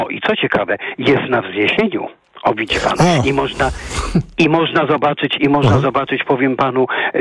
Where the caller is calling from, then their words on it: Warsaw, Masovian Voivodeship, Poland; Ja jestem z Warszawy.